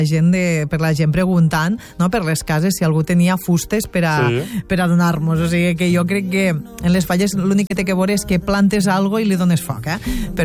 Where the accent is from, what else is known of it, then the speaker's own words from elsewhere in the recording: Amposta, Catalonia, Spain; recordo que quan era petita, en Posta almenys hi havia moltes de fogueres